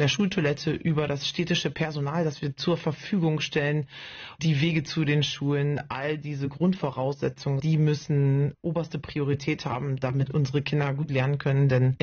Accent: Varel, Lower Saxony, Germany; Ich komme aus Fahre. Da bin ich geboren und aufgewachsen.

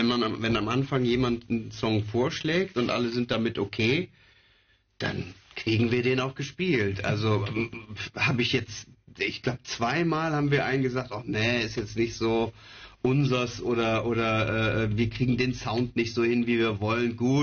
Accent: Germany; wenn ich als Deutscher englische Texte schreibe

